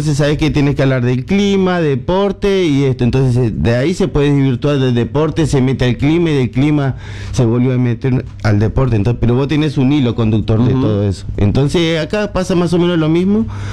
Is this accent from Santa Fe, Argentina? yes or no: no; Buenos Aires, Argentina; born there; Sí, yo sí nací en Buenos Aires.